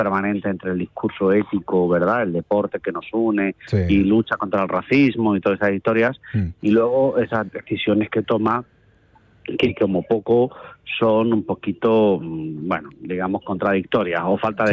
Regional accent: Spain

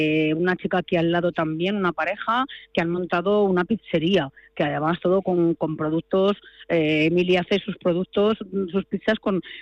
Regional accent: Setiles, Castilla-La Mancha, Spain; mi pueblo es muy pequeñito, tiene poco más de, en invierno no viven ni 100 personas.

